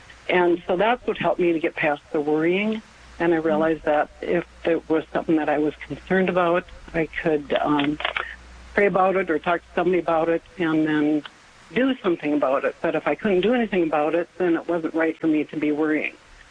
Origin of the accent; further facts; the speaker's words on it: North Dakota, United States; I'm from North Dakota